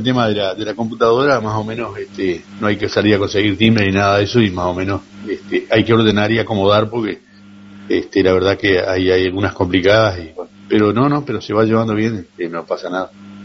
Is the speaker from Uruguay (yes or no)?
yes; Uruguay; somos uruguayos.